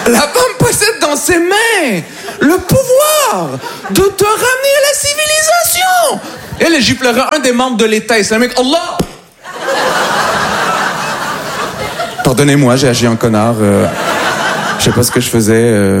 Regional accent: Montreal, Quebec, Canada; Je vais vous le dire parce que vous me regardez bizarre. Voilà, je viens de Montréal, voilà. Ça s'entend, hein.

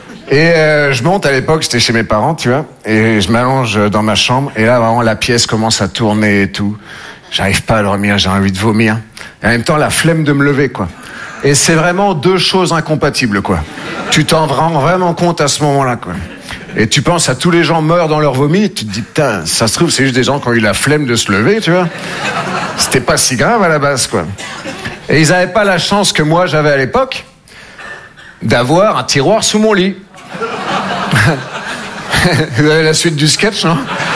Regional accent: Nouvelle-Aquitaine, France

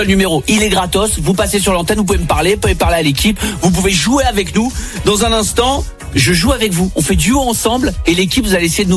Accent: Gap, Provence-Alpes-Côte d'Azur, France; born there; Je suis pas de la région, je suis né à Gap.

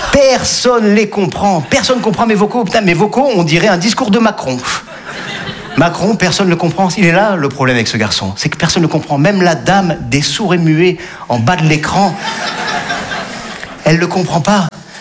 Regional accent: Nice, Provence-Alpes-Côte d'Azur, France; je les écoute depuis que j'étais étudiant à Nice, il y a 20 ans. Eh ouais, je suis niçois, les amis, ouais. Eh ouais, humoriste niçois.

